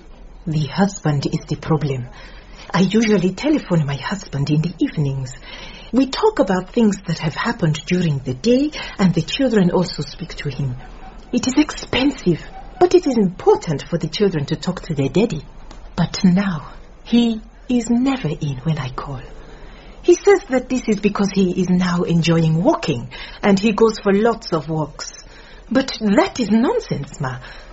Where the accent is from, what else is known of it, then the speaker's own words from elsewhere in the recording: Francistown, North-East District, Botswana; now in Mochudi, Botswana; I am originally from Francistown, but now I live in Mochudi. And that is where I am working at the moment.